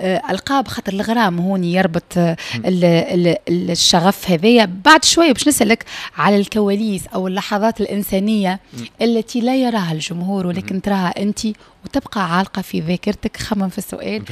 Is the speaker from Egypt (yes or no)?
no; Tunisia